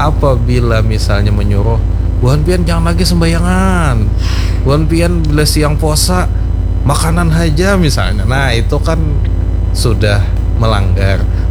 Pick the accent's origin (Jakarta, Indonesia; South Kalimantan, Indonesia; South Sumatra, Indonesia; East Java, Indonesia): South Kalimantan, Indonesia; Banjar; kita ini sebenarnya orang Banjar ini dikenal secara budaya itu sangat agamis.